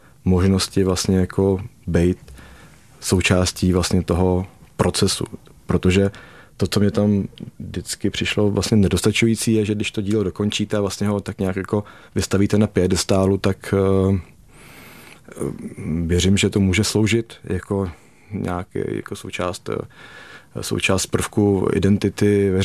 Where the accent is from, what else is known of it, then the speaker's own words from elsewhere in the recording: Prague, Czechia; Já třeba osobně jsem vyrůstal na Letný, takže jsem si hrál dole ve Strmovce ve Sputníku